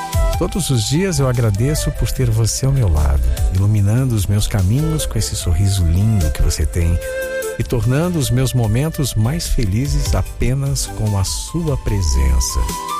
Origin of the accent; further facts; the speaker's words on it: Rio de Janeiro, Brazil; Eu sou do Rio de Janeiro, a Amanda perdeu a mãe alguns anos atrás.